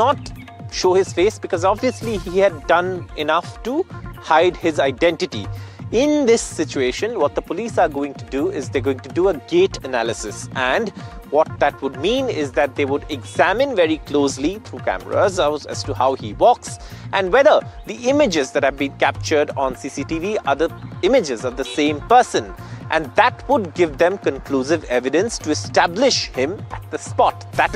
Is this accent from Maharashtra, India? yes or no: no; Chennai, Tamil Nadu, India; from Chennai.